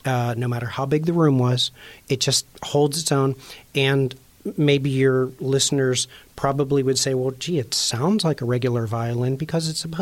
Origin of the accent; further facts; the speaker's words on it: Pittsburgh, Pennsylvania, United States; I grew up in Greenfield.